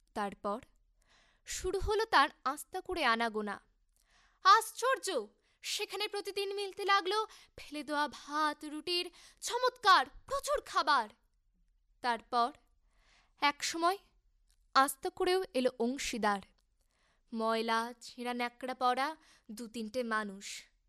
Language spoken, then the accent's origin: Bangla; Gazole, West Bengal, India; আমি মালদা জেলার গাজল থেকে এসেছি।